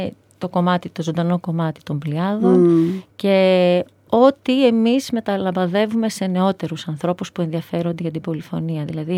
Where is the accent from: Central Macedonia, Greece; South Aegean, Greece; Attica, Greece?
Central Macedonia, Greece; Thessaloniki; also born or lived in Ioannina; Είμαι άνθρωπος της πόλης. Ναι. Mm. Γεννήθηκα στα Γιάννενα, μεγάλωσα Θεσσαλονίκη. Κρατούσαμε επαφές με τα χωριά, αλλά όχι πολύ.